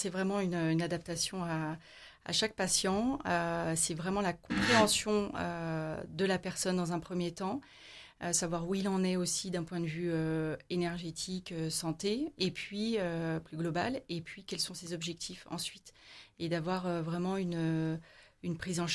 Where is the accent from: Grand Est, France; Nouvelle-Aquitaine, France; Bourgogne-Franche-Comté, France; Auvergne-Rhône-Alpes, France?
Auvergne-Rhône-Alpes, France; Saint-Étienne; je suis stéphanoise